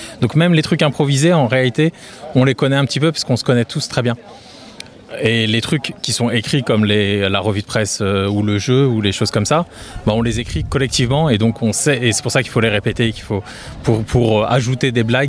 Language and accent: French; Lyon, Auvergne-Rhône-Alpes, France; Je viens de Lyon.